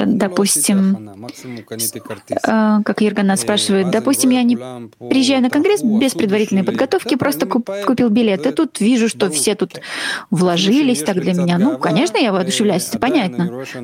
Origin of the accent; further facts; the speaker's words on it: Dublin, Leinster, Ireland; из Даблина, и наша стажировка закончилась, и скоро мы уезжаем домой.